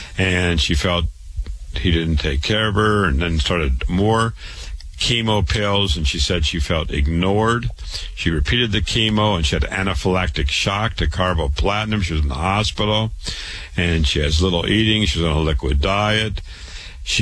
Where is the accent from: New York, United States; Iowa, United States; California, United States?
Iowa, United States; Waterloo; I was born and raised in Waterloo, Iowa. I went to public school, university, MD, real doctor, real medical doctor at age 25